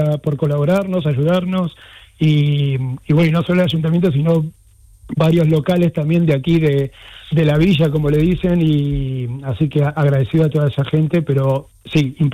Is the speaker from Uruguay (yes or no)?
no; Argentina; moved away as an adult; now in Salobreña, Spain; yo soy argentino, hace 4 años que estoy instalado aquí